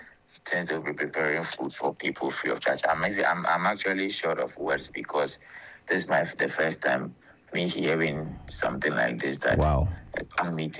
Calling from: Atebubu, Bono East, Ghana; Well, okay. So me, I'm actually calling from Atebubu.

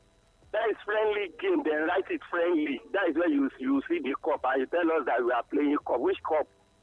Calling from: Surulere, Lagos, Nigeria; From Surulere.

